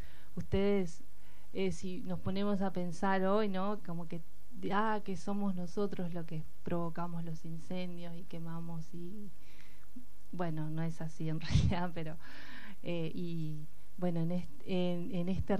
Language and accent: Spanish; Lago Rosario, Chubut, Argentina; moved away as an adult; now in La Plata, Argentina; Inchemeu Lago Rosario, vengo de la comunidad de Lago Rosario, de Chubut. Hace, van a ser 20 años que estoy por La Plata.